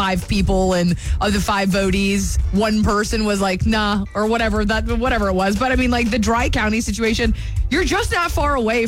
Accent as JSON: {"language": "English", "town": "Huntsville", "region": "Alabama", "country": "United States", "moved": "yes", "said": "I'm from Huntsville, Alabama"}